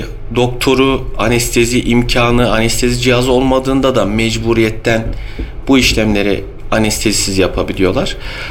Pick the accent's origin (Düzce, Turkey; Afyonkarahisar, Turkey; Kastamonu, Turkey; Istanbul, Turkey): Afyonkarahisar, Turkey; Bolvadin; born there; Afyon Bolvedin doğumluyum.